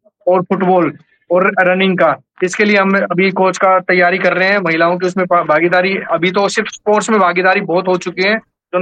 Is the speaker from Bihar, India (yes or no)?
no; Neerpur, Haryana, India; also born or lived in Gurgaon; मेरा गांव सिर्फ 600 वोटों का है